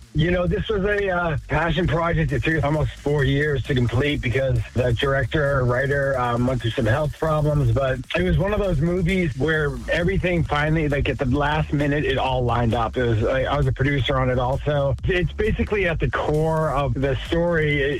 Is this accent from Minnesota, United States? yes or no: no; Plymouth, Massachusetts, United States; shooting in the town my mom was born in Yarmouth, Massachusetts. And then I also was able to shoot in my hometown of Plymouth, Massachusetts.